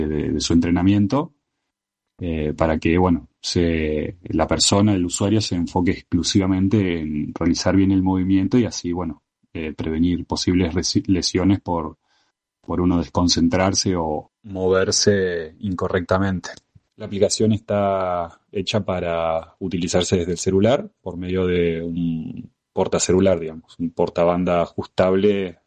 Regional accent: Paraná, Entre Ríos, Argentina; also born or lived in Santa Fe, Argentina; Tengo 31 años, nací en Santa Fe, pero vivo en Paraná desde los 5 años.

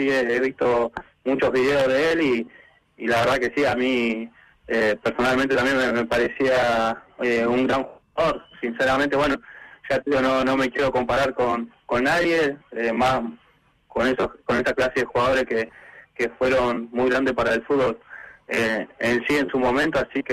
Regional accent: Quilmes, Buenos Aires Province, Argentina; born there; moved away as an adult; Yo de Buenos Aires, de Quilmes.

